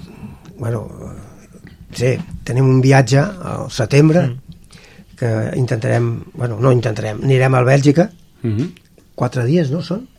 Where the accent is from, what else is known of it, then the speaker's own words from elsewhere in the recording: Cubelles, Catalonia, Spain; Cubelles té una colla castellera arreu del món, no? Som de Cubelles